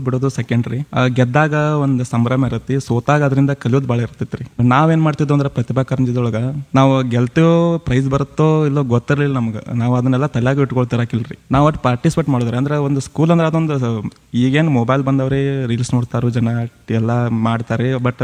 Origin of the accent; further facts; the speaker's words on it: Bhutramatti, Karnataka, India; ನಾನು ಹುಟ್ಟಿದ್ದು ಬುತ್ರಾಮಟ್ಟಿ ಅಲ್ರಿ, ಇಲ್ಲಿ ಸಿಟಿಯಿಂದ 16 ಕಿಲೋಮೀಟರ್ ಐತ್ರಿ ಬುತ್ರಾಮಟ್ಟಿ. ರಾಣಿ ಚೆನ್ನಮ್ಮ ಯೂನಿವರ್ಸಿಟಿ ಪಕ್ಕದಲ್ಲಿರೋ ಅವ್ರು ಬುತ್ರಾಮಟ್ಟಿ. ಅಲ್ಲೇ ಊರಲ್ಲೇ ಸರ್ಕಾರಿ ಸ್ಕೂಲಾಗ ಕಲಿತೆ ರೀ